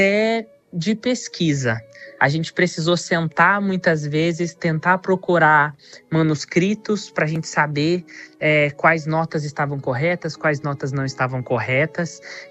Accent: Brazil; quando eu falei que era brasileiro

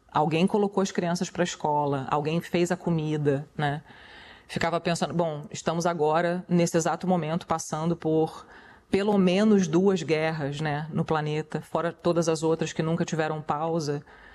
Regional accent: Petrópolis, Rio de Janeiro, Brazil; born there; eu nasci em Petrópolis, uma cidade que teve um papel, uma figura muito sinistra na época da ditadura

